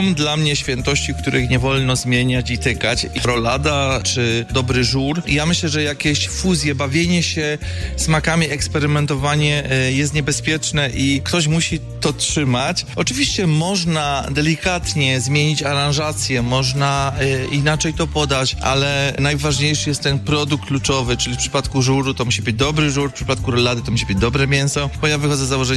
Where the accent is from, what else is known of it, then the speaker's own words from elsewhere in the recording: Silesian Voivodeship, Poland; My, Ślązacy, też wiele podróżujemy i przywozimy wiele fajnych rzeczy na ten Śląsk.